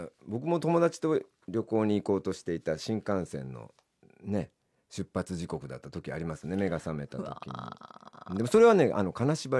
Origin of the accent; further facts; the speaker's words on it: Hiroshima, Japan; 私が生まれ育った広島の奥地で